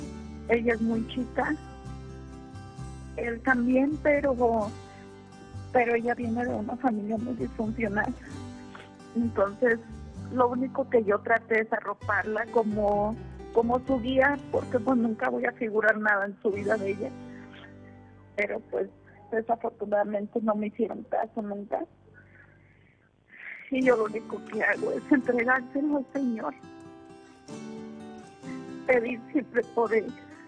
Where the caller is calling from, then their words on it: Celaya, Guanajuato, Mexico; De Celaya, Guanajuato.